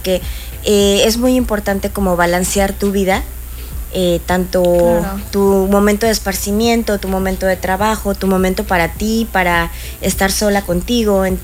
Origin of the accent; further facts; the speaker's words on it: Guadalajara, Jalisco, Mexico; now in Cancún, Mexico; soy de Guadalajara, tapatía 100%, pero amando Cancún. Y pues tengo aquí 15 años.